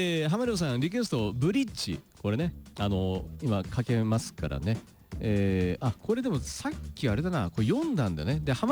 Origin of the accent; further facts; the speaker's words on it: Kitakyushu, Fukuoka, Japan; 橋といえば私の地元には若戸大橋、あってかな、若いに扉の戸だから若戸か若戸かね、どっちだろう、若戸大橋があります。北九州で割と広くて、若松区から戸畑区に行くのはぐるっと回らなければならないんですが